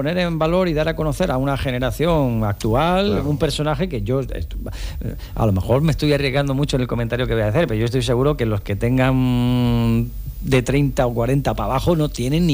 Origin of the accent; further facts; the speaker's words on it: Almería, Andalusia, Spain; También podríamos hablar, porque somos de Almería, ¿no?